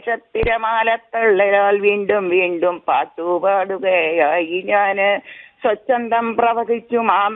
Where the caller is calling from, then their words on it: Chittur, Kerala, India; ചിറ്റൂരാണ്, Chittur